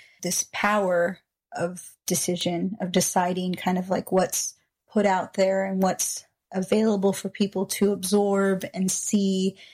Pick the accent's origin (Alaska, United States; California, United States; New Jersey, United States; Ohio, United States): Alaska, United States; Kenai Peninsula; also born or lived in Pyramid Lake Reservation, Nevada; I grew up on the Kenai Peninsula, though, so I'm Otna Athabascan. I'm also Paiute. So I was actually born on the Pyramid Lake Reservation in Nevada, but I only lived there for about a couple months of my life.